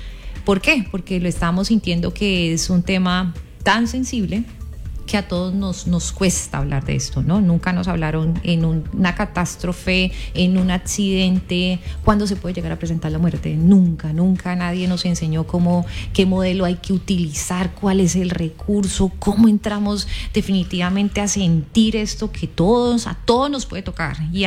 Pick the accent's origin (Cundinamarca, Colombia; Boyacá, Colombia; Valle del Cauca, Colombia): Valle del Cauca, Colombia; Cali; todos tenemos que sumar como comunidad, como caleños, como colombianos que somos